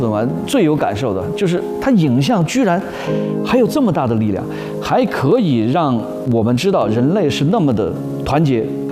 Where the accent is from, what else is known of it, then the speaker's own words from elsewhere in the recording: China; 是，其实作为中国人来说，作为我们中国人来说，我觉得像现在这一代人